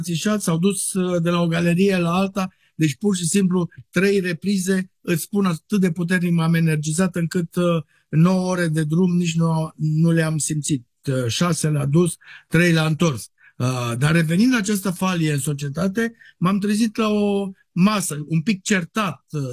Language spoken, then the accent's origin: Romanian; Banat, Romania; Evident, ca bănățean